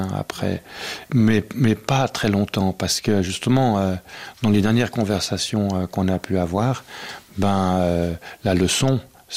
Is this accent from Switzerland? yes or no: yes; Switzerland; On était privilégiés quand même. On est des Suisses, là, privilégiés dans un monde de Disneyland.